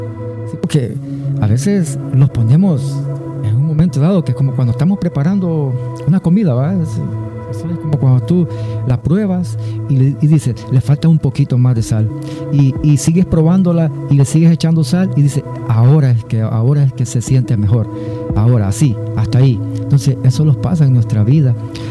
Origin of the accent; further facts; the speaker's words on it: Honduras; moved away; en mi país, en Honduras